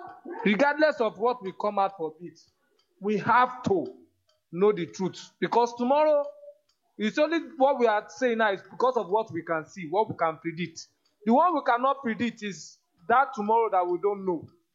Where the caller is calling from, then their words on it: Delta, Nigeria; I'm from Delta State, Robo to be precise